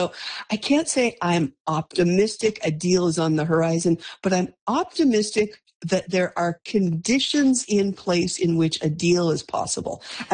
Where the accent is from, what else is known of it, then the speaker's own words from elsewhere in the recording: Canada; now in United States; I'm a Canadian living in the United States.